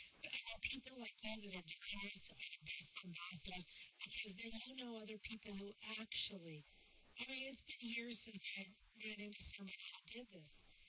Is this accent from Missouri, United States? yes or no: no; Taos, New Mexico, United States; And we're from Taos